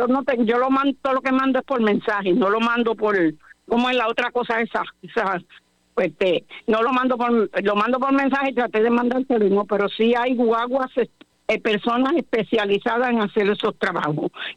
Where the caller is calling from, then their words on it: Sabana Grande, Puerto Rico; ¿sabes que yo soy de Sabana Grande?